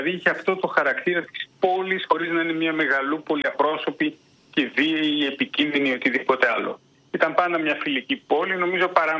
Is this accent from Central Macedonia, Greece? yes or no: yes; Thessaloniki, Central Macedonia, Greece; Όντως μεγάλωσα και γεννήθηκα εδώ, πήγα σχολεία εδώ, στη Θεσσαλονίκη, μεγάλωσα στην περιοχή της ανάληψης.